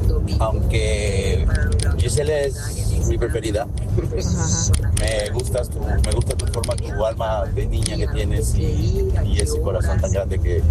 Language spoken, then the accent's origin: Spanish; Peru; Yo soy peruano, amo Cali, estoy enamorado de Santiago.